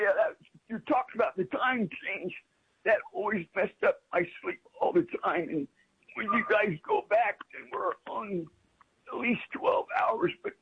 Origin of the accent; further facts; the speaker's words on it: Indiana, United States; born there; Boy, I was born in Indiana, and it's really saddening to see what's happening in Indiana right now.